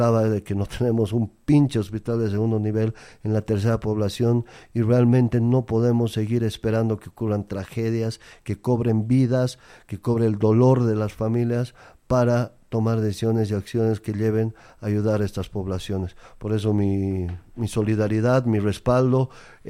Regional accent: Bolivia; Tenemos que salir todos juntos como bolivianos, juntos, unidos, como dice nuestra moneda, la unión hace la fuerza

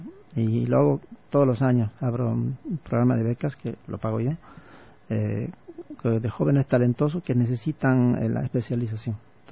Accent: La Paz, Bolivia; born there; moved away as an adult; now in Santa Cruz, Bolivia; yo nací en Yungas. Yo soy hijo de madre soltera y, bueno, llegué a Santa Cruz de vacación.

